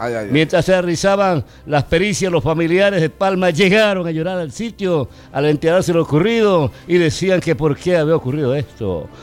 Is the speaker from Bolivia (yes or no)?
no; Manabí, Ecuador; al norte de mi tierra manavita.